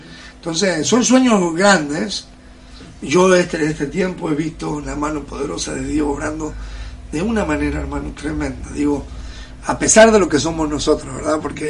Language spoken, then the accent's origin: Spanish; Buenos Aires, Argentina; now in Tucumán, Argentina; soy de Buenos Aires, necesito volver de vez en cuando.